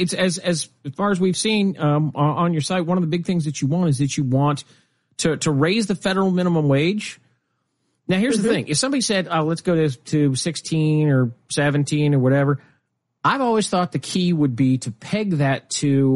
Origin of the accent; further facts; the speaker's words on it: Nebraska, United States; now in Washington, United States; I'm originally from Nebraska. I live in the DC area now.